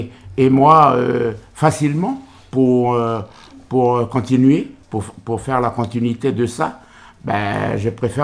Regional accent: New Caledonia

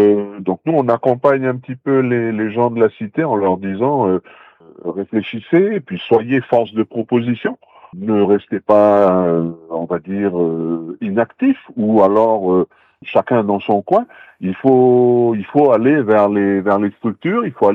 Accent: New Caledonia; on est originaire nous du quartier de River Star

